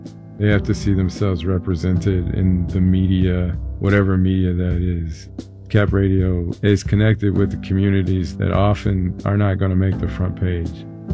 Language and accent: English; El Macero, California, United States; from El Macero, and I'm proud to support public radio for our community.